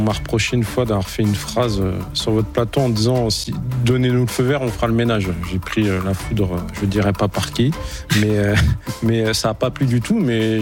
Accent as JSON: {"language": "French", "country": "France", "said": "Moi, je suis d'origine marocaine, je suis né marocain, je suis français et fier de l'être, je suis mat de peau."}